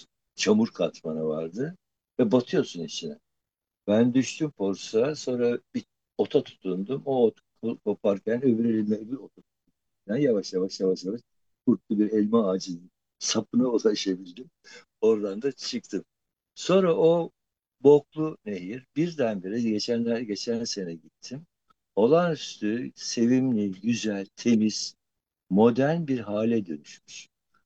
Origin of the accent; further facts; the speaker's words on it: Eskişehir, Turkey; Peki madem sudan söz ediyoruz, gel Eskişehir'i konuşalım. Ben Eskişehir doğumluyum.